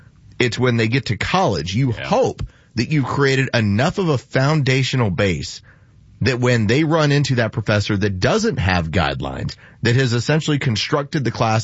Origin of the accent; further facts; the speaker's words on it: Texas, United States; growing up in Texas